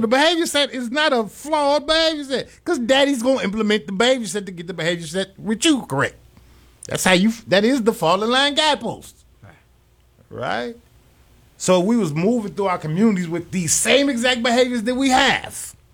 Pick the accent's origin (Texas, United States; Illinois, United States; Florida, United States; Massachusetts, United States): Illinois, United States; Chicago; I'm from Burnside. I grew up in that area.